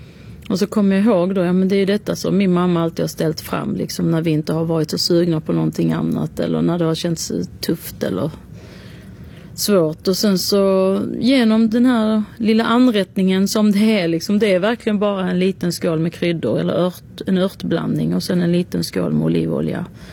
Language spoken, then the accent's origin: Swedish; Palestine; jag är ju palestinier